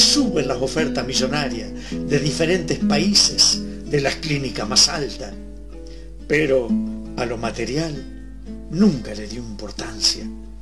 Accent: Argentina; Perdón como argentino, me avergüenza y me da rabia, porque lo abandonamos cuando más nos precisaba. Y gracias por lo que fue y lo que hizo por mi patria.

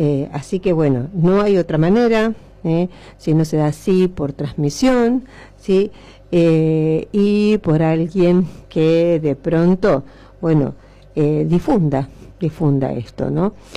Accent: Argentina; nuestra identidad nacional, como argentino

